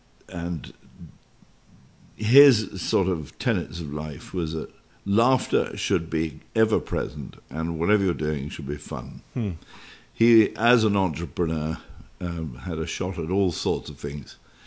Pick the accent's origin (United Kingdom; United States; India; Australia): United Kingdom; Scotland; accent: Queen's English; also born or lived in London; And born in London, but bred in Scotland. And but my accent is, as probably every listener will guess, is the what we refer to as the Queen's English or the King's English or even Oxbridge